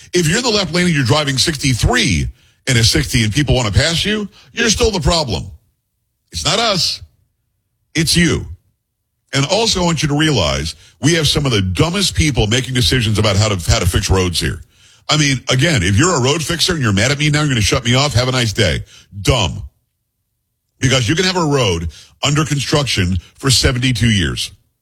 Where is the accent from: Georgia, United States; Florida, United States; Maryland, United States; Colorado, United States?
Florida, United States; born or raised there; also born or lived in New York